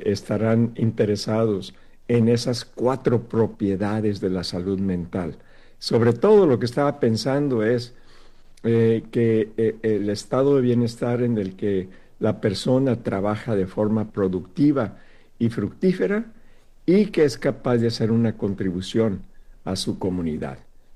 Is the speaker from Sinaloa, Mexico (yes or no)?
yes; Sinaloa, Mexico; moved away; yo soy de Sinaloa